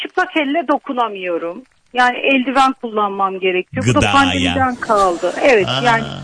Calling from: Ankara, Turkey; Ankara'dan arıyorum.

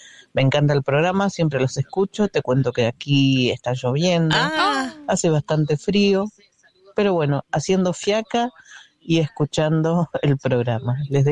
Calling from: Bariloche, Río Negro, Argentina; de Bariloche

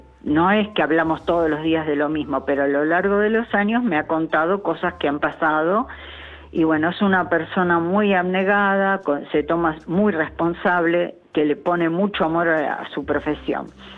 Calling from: Lanús, Buenos Aires Province, Argentina; yo vivo en Lanús

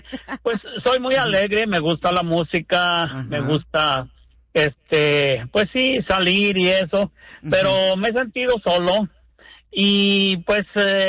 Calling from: Anaheim, California, United States; Vivo en Anaheim

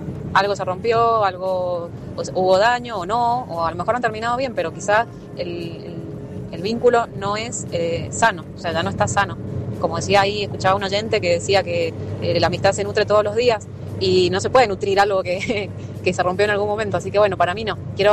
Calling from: San Martín, Argentina; de San Martín.

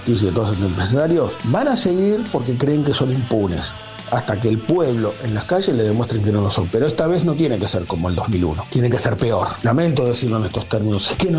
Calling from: Marcos Paz, Buenos Aires Province, Argentina; de Marcos Paz.

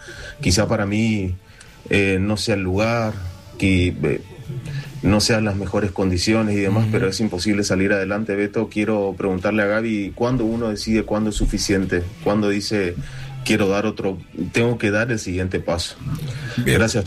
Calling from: Corrientes, Argentina; de Corrientes.

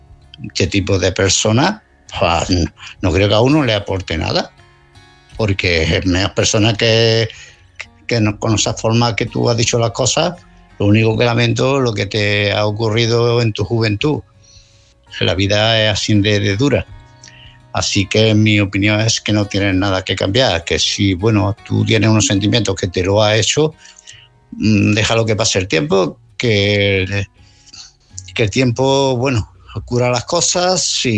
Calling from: Málaga, Andalusia, Spain; de Málaga.

